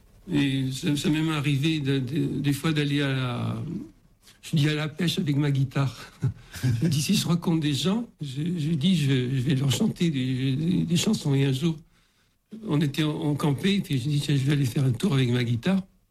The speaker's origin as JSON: {"language": "French", "town": "Lourdes", "region": "Occitanie", "country": "France", "said": "Et je me suis présenté, je lui ai dit que je venais de Lourdes. Et c'est là après que j'aurais dit, ben, quand je vais rentrer à Lourdes"}